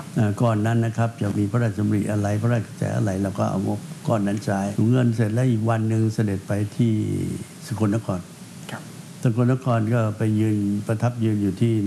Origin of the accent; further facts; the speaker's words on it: Phetchaburi, Thailand; ผมเป็นคนเพชรบุรี